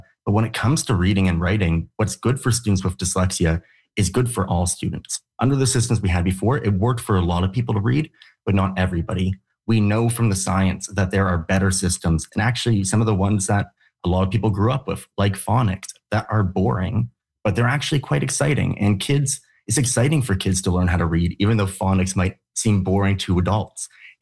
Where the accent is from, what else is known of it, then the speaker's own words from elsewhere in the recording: Canada; as a Canadian, I have a right to education.